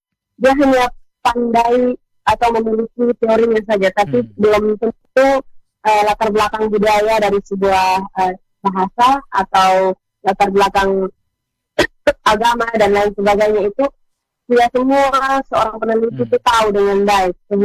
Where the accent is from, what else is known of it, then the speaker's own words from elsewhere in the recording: Kodi, East Nusa Tenggara, Indonesia; karena saya ini bukan asli orang Kodi, saya campuran orang Kodi di sini, orang Kodi Kepa, tanggal bapak saya orang Kepa, bapak saya orang Sumba, jadi tidak banyak leksikon yang saya tahu, Kakak.